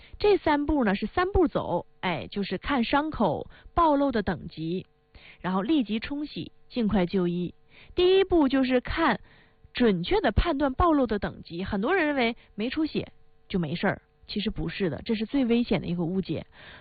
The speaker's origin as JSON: {"language": "Chinese", "region": "Northeast China", "country": "China", "accent": "Northeastern Mandarin", "said": "它会有明显的刺痛感，就是我们东北话说的它沙挺。"}